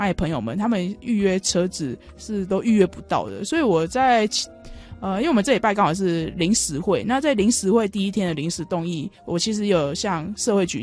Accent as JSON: {"language": "Chinese", "country": "Taiwan", "said": "因为我们台湾人就很好客热情，"}